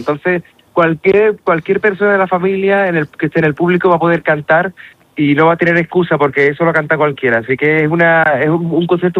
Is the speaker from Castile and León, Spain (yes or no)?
no; Puerto Real, Andalusia, Spain; venga, ustedes tienen que venir conmigo para Puerto Real, que yo soy de Puerto Real, ¿no?